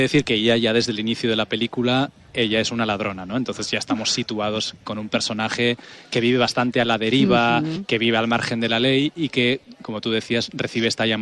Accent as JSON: {"language": "Spanish", "town": "San Sebastián", "region": "Basque Country", "country": "Spain", "tie": "born or raised there", "moved": "yes", "lives_now": "Barcelona, Spain", "said": "yo soy de aquí, yo soy nacido, crecido en esta ciudad, o sea que soy de aquí. No, ellos saben que yo soy vasco, que soy donostiarra."}